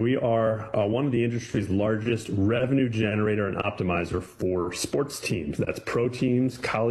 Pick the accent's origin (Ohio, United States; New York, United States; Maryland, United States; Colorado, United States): Maryland, United States; Baltimore; now in Philadelphia, United States; I'm originally from Baltimore, live in suburban Philadelphia